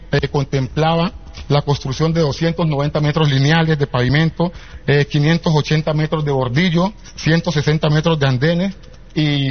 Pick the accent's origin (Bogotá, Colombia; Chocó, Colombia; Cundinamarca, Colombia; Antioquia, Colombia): Chocó, Colombia; Andagoya; born there; los que nacimos en Andagoya